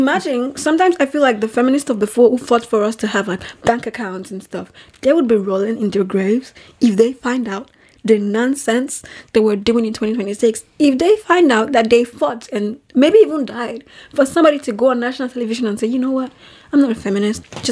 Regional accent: Nigeria; I think the response they expect me to give as a Nigerian girl speaking to a Nigerian man

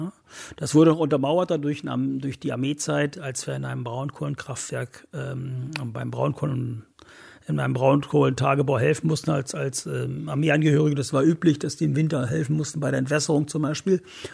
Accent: Wieblitz, Saxony-Anhalt, Germany; born or raised there

